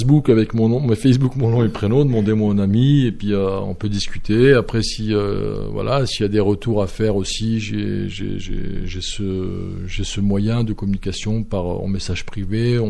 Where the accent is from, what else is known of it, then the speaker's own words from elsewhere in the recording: France; born there; Moi je ne viens pas d'Algérie, je suis né en France, mais j'ai repris contact avec ma famille là-bas.